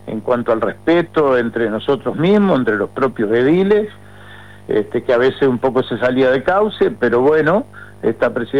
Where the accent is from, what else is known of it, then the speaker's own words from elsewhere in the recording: Uruguay; Futbolero como todo uruguayo.